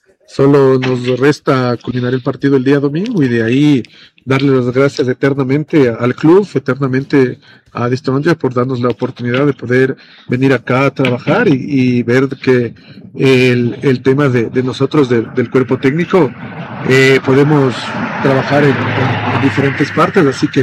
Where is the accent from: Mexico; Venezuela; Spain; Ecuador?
Ecuador; moved away; Los tres somos ecuatorianos